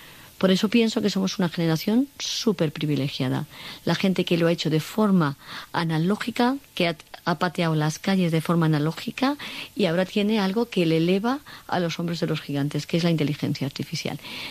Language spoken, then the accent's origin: Spanish; Cuenca, Castilla-La Mancha, Spain; now in Madrid, Spain